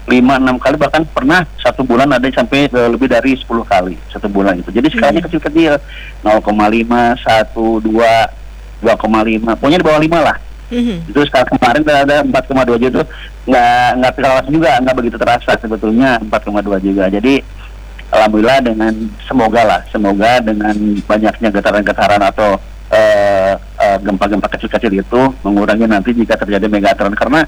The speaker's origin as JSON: {"language": "Indonesian", "town": "Pangandaran", "region": "West Java", "country": "Indonesia", "said": "Itu mah doa kami dari orang Pangandaran gitu."}